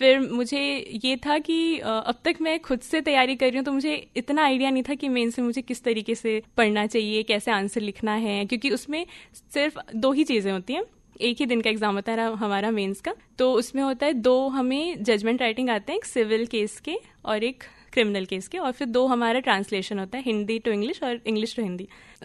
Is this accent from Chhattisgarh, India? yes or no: yes; Bastar, Chhattisgarh, India; मेरा जन्म यहाँ बस्तर में हुआ है। मेरा बचपन अगर मैं कहूँ तो डिमरापाल आश्रम में बीता है